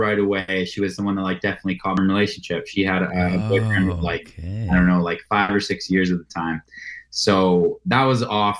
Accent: Lethbridge, Alberta, Canada; And growing up in Lethbridge.

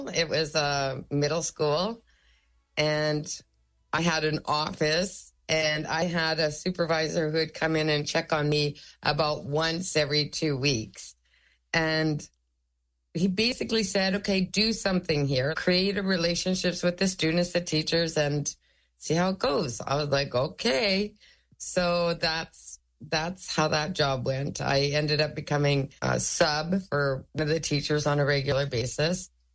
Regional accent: Muskrat Dam First Nation, Ontario, Canada; And on my mother's side, I'm from Muskrat Dam First Nation in Treaty 9.

